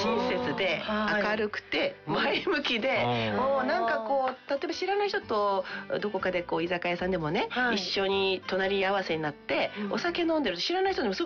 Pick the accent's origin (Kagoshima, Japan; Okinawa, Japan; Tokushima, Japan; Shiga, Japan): Kagoshima, Japan; 私のふるさと鹿児島のですね、はい、方々は、はい、とてもこう人がおおらか で親切で明るくて前向きで